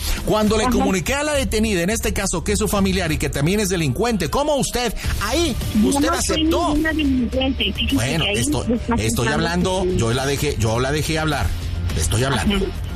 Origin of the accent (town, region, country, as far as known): Nuevo León, Mexico